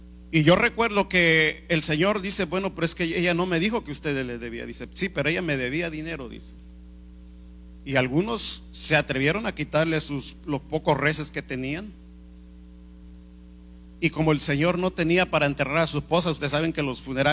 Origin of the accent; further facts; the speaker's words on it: Mexico; moved away; yo que vengo de México